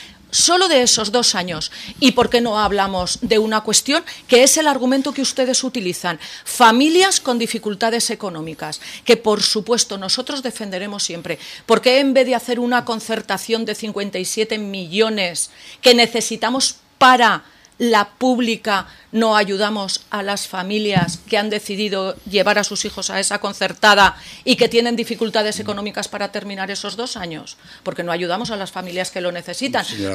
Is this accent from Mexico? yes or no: no; Aragon, Spain; a todos los aragoneses, vivamos donde vivamos